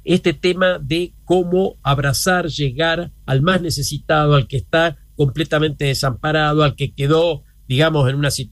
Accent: Argentina; que éramos de Argentina

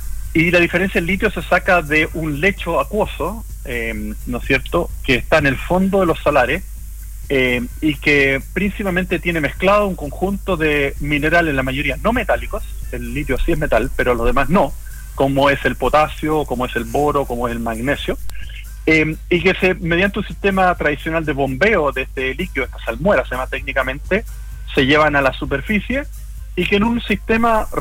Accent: Chile; el dueño último de ese mineral somos todos los chilenos

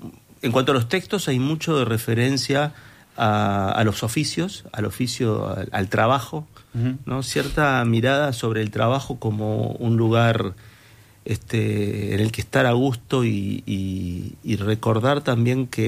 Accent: Montevideo, Uruguay; yo soy de Sayago

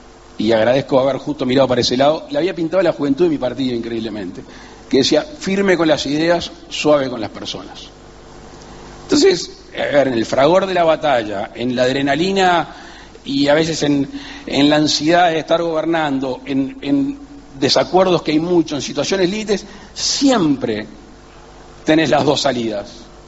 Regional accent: Uruguay

